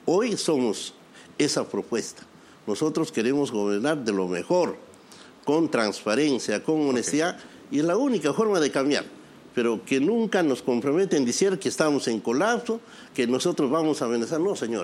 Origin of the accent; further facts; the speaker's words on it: Peru; Y no podemos maltratarnos como peruanos.